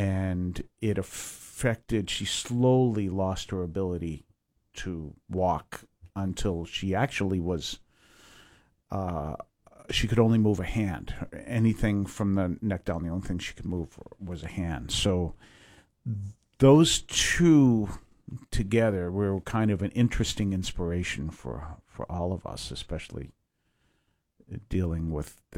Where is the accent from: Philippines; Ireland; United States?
United States; Weymouth, Massachusetts; I grew up not too far from here. I grew up in Weymouth, Massachusetts, about a mile up from Weymouth Landing.